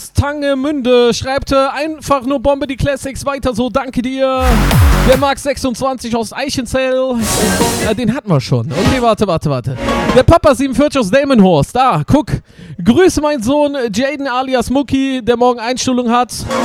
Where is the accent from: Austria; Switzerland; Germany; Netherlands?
Netherlands; German is a second language; Als Holländer ist das manchmal ein bisschen schwierig